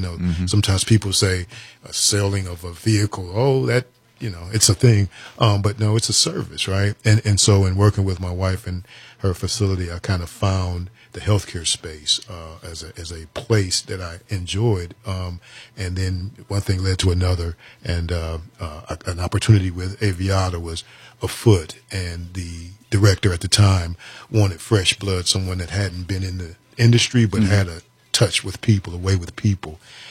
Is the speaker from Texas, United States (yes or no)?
no; Detroit, Michigan, United States; moved away as an adult; also born or lived in Ormond Beach, Florida; now in Palm Coast, United States; Proud son of Detroit, Michigan, born and raised, spent my formative years there, served in the United States military, U.S. Army